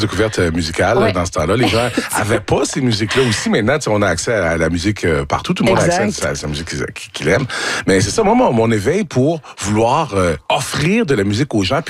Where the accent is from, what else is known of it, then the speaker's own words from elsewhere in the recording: Quebec, Canada; Tu sais, moi, j'ai grandi en Mauricie, OK?